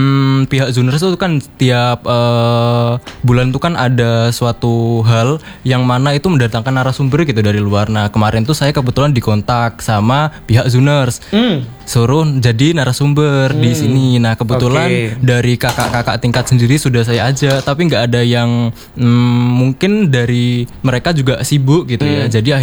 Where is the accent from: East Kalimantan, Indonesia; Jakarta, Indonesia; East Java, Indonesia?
East Java, Indonesia; Banyuwangi; Saya dari Banyuwangi.